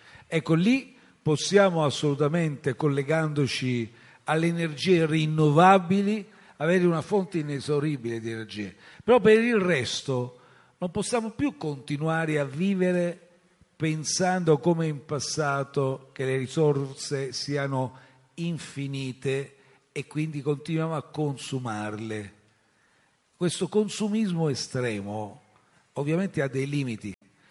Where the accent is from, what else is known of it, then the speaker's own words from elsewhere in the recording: Volturara Appula, Apulia, Italy; born there; moved away; io sono nato a Voltura Rappula, qui vicino